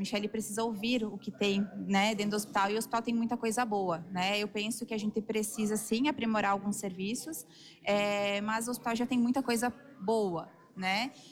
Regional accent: Santa Catarina, Brazil; moved away as an adult; now in Espumoso, Brazil; Venho, né, como você falou, de outro estado, né, sou natural de Santa Catarina

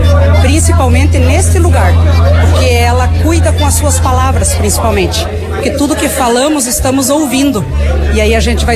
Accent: Canoinhas, Santa Catarina, Brazil; Sou natural de Canoinhas e lá a gente tinha muito costume da rádio, de receber os conjuntos.

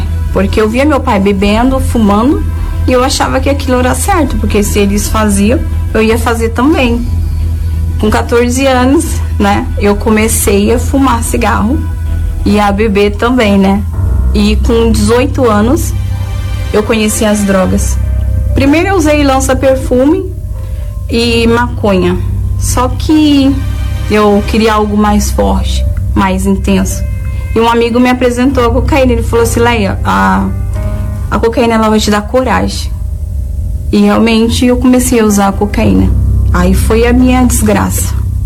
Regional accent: Boa Nova, Bahia, Brazil; born there; tenho 37 anos. Eu nasci na Bahia, em Boa Nova.

